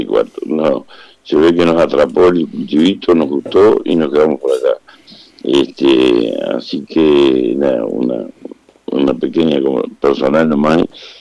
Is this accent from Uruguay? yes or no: yes; Rincón del Pino, San José, Uruguay; moved away as an adult; now in Lascano, Uruguay; El primero de agosto del año 1978, yo me vine de mi rincón del Pino Natal, o sea, estoy cumpliendo 48 años en la zona